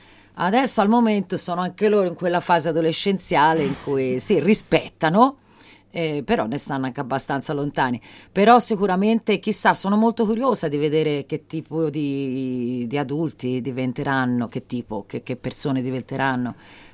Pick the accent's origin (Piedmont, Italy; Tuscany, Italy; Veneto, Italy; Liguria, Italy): Tuscany, Italy; Florence; accent: Florentine; io che sono cresciuta a Firenze, sono fiorentina e parlo il fiorentino.